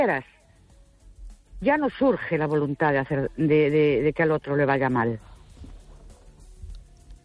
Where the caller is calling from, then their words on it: Ourense, Galicia, Spain; de Orense